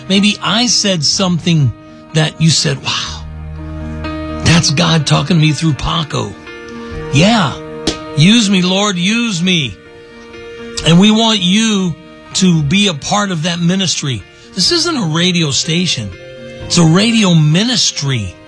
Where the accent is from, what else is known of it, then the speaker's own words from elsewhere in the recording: Tampa, Florida, United States; now in Orlando, United States; I was raised in Tampa, been living off and on in Orlando for 20 some odd years.